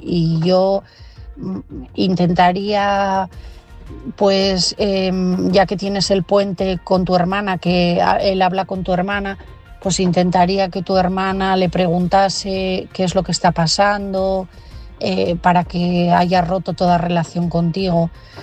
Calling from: Asturias, Spain; de Asturias y mi mensaje esta noche es para Antonio.

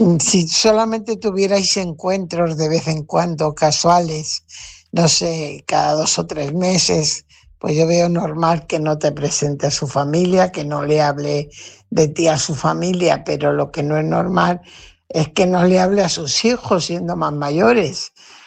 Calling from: Lloret de Mar, Catalonia, Spain; Lloret de Mar.

